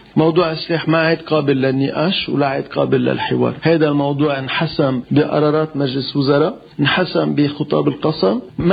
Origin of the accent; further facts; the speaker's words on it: Lebanon; العلاقة بحياتنا كلبنانيين